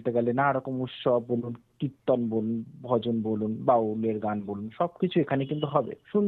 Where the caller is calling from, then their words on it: Kolkata, West Bengal, India; বলছিলাম কসবা থেকে।